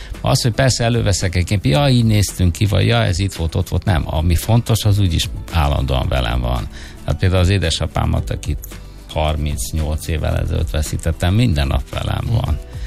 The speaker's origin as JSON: {"language": "Hungarian", "country": "Hungary", "tie": "born there", "said": "nem véletlenül születtem a Kárpát-medencébe"}